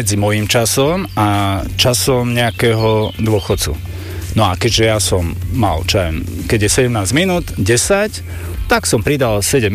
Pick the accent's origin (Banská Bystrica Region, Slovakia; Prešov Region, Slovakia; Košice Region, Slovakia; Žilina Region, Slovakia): Banská Bystrica Region, Slovakia; Utekáč; Som z Utekáča